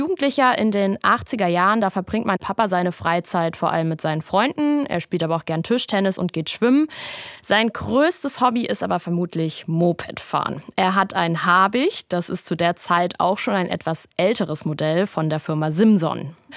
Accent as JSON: {"language": "German", "town": "Heiligenstadt", "region": "Thuringia", "country": "Germany", "said": "Ich komme ja auch aus Heiligenstadt und da führte die Grenze wenige Kilometer entfernt vorbei. Göttingen in Niedersachsen, was man vielleicht kennt, das liegt 20 Kilometer Luftlinie von uns."}